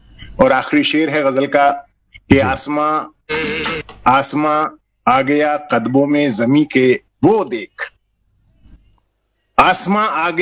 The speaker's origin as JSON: {"language": "Hindi", "region": "Uttar Pradesh", "country": "India", "tie": "born or raised there", "moved": "as an adult", "lives_now": "Moradabad, India", "said": "मैं मुरादाबाद जनपद के पास ही एक गांव है पूरी रवाना"}